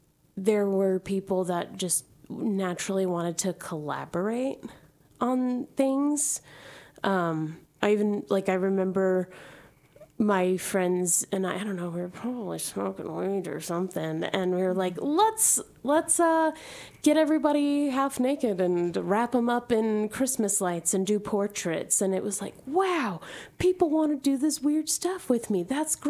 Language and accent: English; Great Neck, New York, United States; born there; I was born in Great Neck